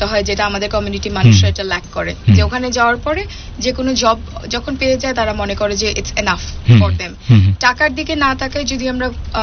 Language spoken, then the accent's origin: Bangla; Bangladesh; আমি বাংলাদেশের মেয়ে